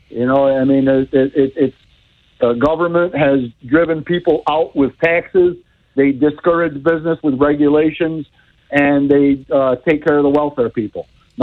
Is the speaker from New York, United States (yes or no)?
yes; Ilion, New York, United States; You know, I grew up in Ilion, and downtown Ilion was a nightmare.